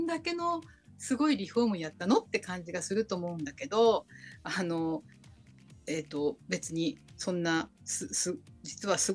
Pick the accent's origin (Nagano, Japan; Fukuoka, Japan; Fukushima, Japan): Nagano, Japan; できれば、地元というか、要するに、長野県の、工務店さんっていう部分で